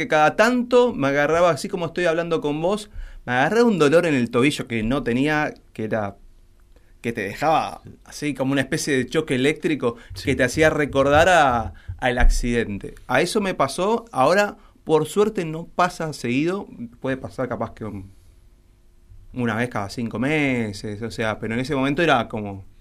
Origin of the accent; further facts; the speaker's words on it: Argentina; estamos remando, como todo argentino en este momento.